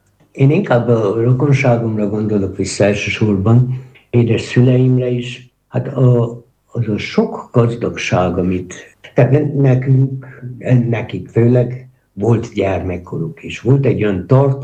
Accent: Harghita, Romania; moved away; én természetesen csiki székelyként

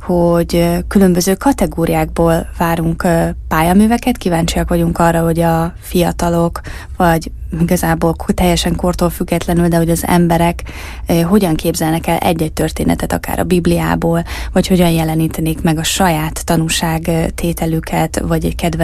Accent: Hungary; ezt én nyilván tudom magyarként

